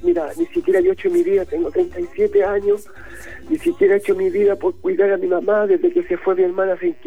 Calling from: Pitrufquén, Araucanía, Chile; De acá de Pitrufquén.

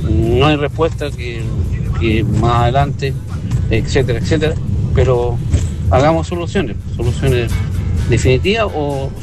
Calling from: San Felipe, Valparaíso, Chile; acá en el barrio Miraflores

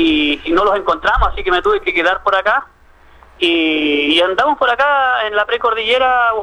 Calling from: Chile

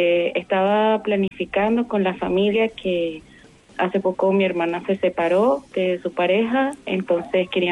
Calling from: Santiago, Santiago Metropolitan, Chile; Desde Estación Central.

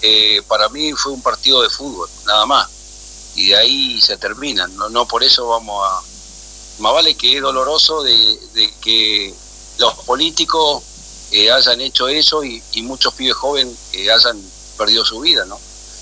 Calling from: Argentina

